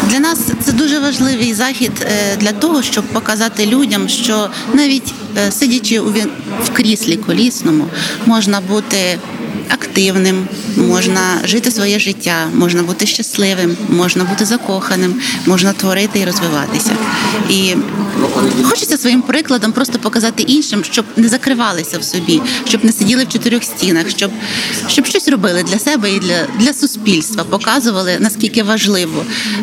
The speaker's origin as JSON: {"language": "Ukrainian", "region": "Mykolaiv Oblast", "country": "Ukraine", "tie": "born or raised there", "moved": "as an adult", "lives_now": "Bratkivtsi, Ivano-Frankivsk Oblast, Ukraine", "said": "В 29 вийшла заміж, переїхала сюди на Франківщину. Сама я родом з Миколаївської області."}